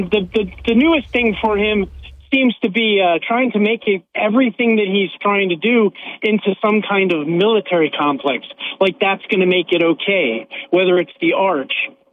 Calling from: Kingston, Pennsylvania, United States; I'm calling from Kingston, Pennsylvania.

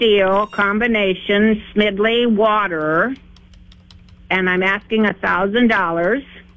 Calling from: Tripp, South Dakota, United States; Yes, this is

